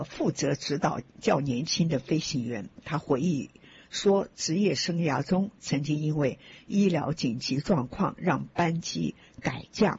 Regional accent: China; 这好像是我觉得我们中国人讲的天时地利人和

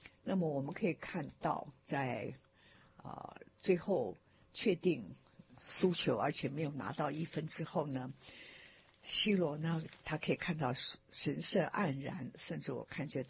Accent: China; 我们中国人说的水火无情那真的是一件让人家感觉到特别不舒服的一件事情

